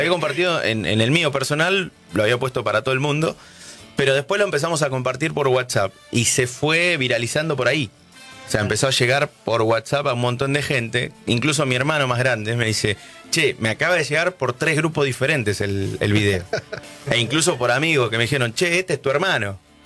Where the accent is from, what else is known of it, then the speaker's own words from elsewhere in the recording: Tres Arroyos, Buenos Aires Province, Argentina; los locutores de Tres Arroyos, de donde soy, Tres Arroyos, provincia de Buenos Aires.